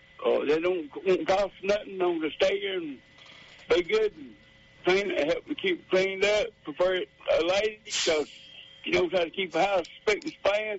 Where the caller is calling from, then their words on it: Albertville, Alabama, United States; I'm calling from Albertville, Alabama.